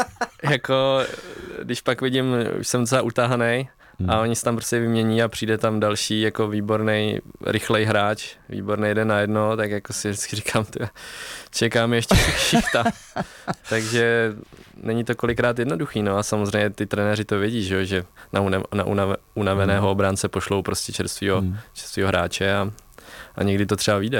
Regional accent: Vysočina Region, Czechia; jsme jeli tam po naší Vysočině, odkud pocházím

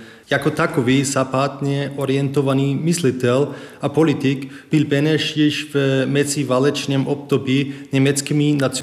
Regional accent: Austria; původem jsem z Rakouska

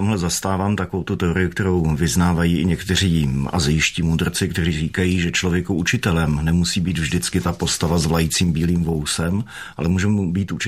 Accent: Tábor, South Bohemian Region, Czechia; Narodil jsem se v Jihočeském Táboře, v krásném tom městě historickém

